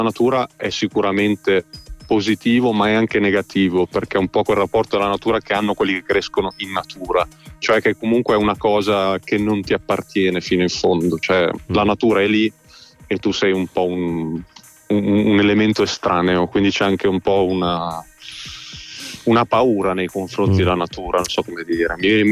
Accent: Emilia-Romagna, Italy; Io vengo dall'Appennino reggiano

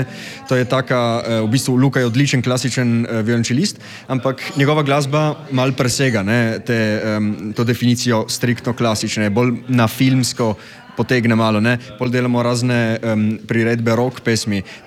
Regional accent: Trieste, Friuli-Venezia Giulia, Italy; now in Ljubljana, Slovenia; Smo vsi Slovenci, ampak kako se mi izražamo doma, okay, na srečo, imam družino in tudi na šoli sem se dobro naučil knjižne slovenščine, ampak narečja, ki ga mi govorimo, tam je v bistvu, ne vem, 30% italijanščine noter, ne?

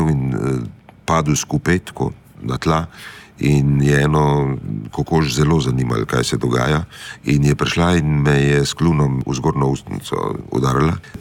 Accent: Vipava Valley, Gorizia, Slovenia; jaz izhajam z Vipavske doline

